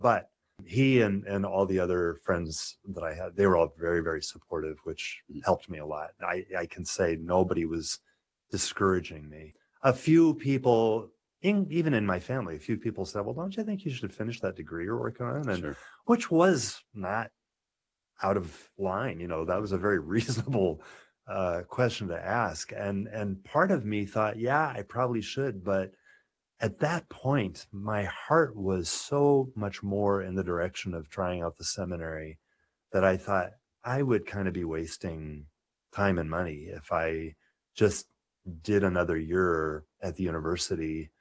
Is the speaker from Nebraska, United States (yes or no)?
yes; Nebraska, United States; Because I grew up in the Archdiocese of Omaha.